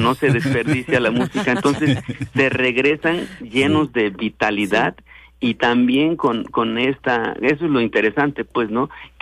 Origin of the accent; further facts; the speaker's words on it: Guerrero, Mexico; moved away; las bandas de Ometepe, de mi tierra